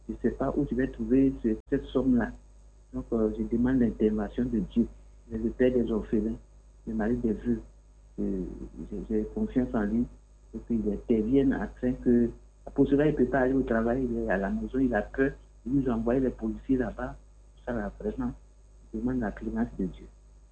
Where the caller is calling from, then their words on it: Abidjan, Côte d’Ivoire; Maman Chantal, j'appelle d'Abobo.